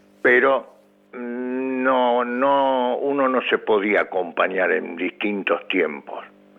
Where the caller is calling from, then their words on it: Buenos Aires, Argentina; De acá, de Villa Urquiza.